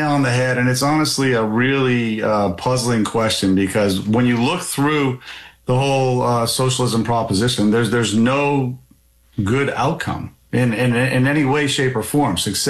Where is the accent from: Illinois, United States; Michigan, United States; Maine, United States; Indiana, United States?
Maine, United States; I'm from District 1. My wife, my family grew up here.